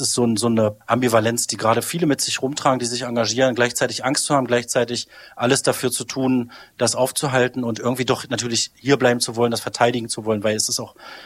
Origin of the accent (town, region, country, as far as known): Halberstadt, Saxony-Anhalt, Germany; born or raised there